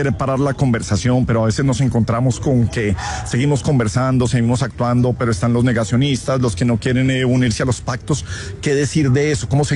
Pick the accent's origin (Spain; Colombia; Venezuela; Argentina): Colombia; Medellín, Antioquia; yo crecí en Medellín